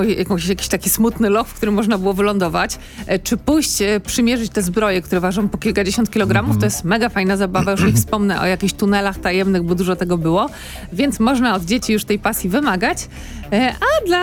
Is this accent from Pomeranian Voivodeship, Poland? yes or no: yes; Gdańsk, Pomeranian Voivodeship, Poland; Jako gdańszczanka